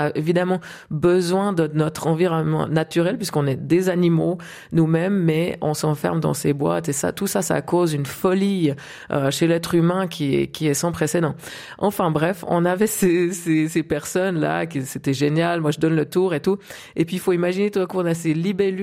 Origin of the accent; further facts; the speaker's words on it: Switzerland; Avec ce lien qu'on entretient avec la montagne en tant que Suisse.